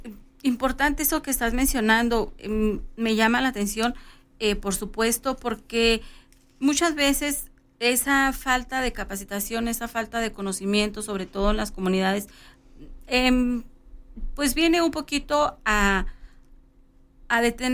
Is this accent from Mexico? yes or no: yes; Mexico; nosotros como buenos mexicanos